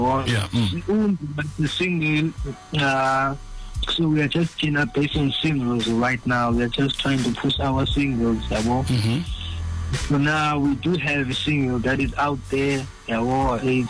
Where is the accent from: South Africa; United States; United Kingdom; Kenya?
South Africa; Eastern Cape; Squad G, we are from Eastern Cape, yeah.